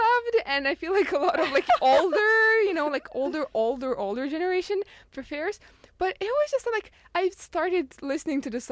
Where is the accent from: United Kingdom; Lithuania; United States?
Lithuania; I grew up on Eurovision because if you're when you're from Lithuania